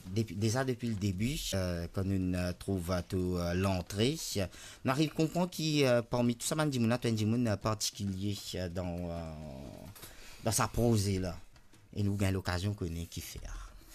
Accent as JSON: {"language": "French", "country": "Mauritius", "said": "quand nous pensons à la peau cabri en tant que Mauricien, nous pensons à nos ravanes."}